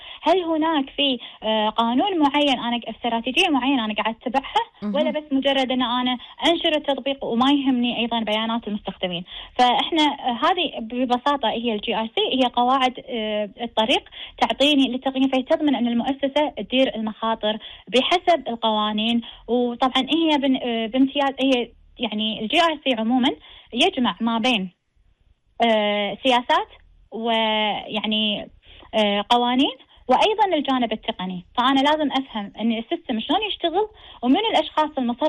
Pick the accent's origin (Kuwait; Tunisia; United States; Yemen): Kuwait